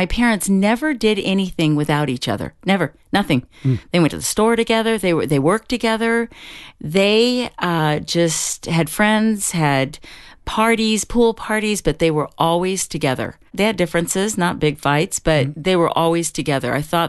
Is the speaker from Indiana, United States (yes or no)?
no; South Pasadena, California, United States; I grew up in Los Angeles in South Pasadena.